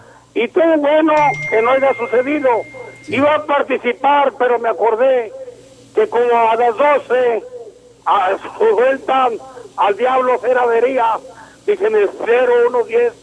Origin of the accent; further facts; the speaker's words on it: Mexico; somos más machos los que vivimos en nuestro país, los que trabajamos en nuestro país, en el lugar donde nacimos.